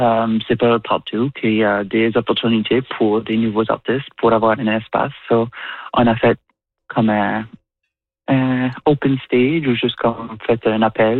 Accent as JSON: {"language": "French", "region": "New Brunswick", "country": "Canada", "moved": "yes", "lives_now": "Prince Edward Island, Canada", "said": "Moi, originalement, je viens du Nouveau-Brunswick"}